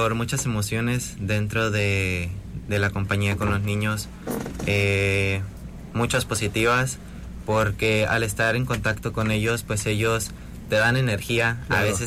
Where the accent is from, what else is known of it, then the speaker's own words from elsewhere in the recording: Tecomán, Colima, Mexico; Yo vengo de Tecomán.